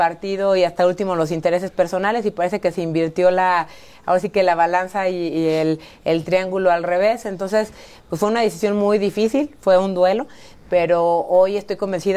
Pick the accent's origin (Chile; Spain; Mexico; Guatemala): Mexico; San Juan de los Lagos, Jalisco; born there; De hecho, mi papá fue fundador en San Juan de los Lagos, Jalisco, porque yo nací por allá, en el PAN.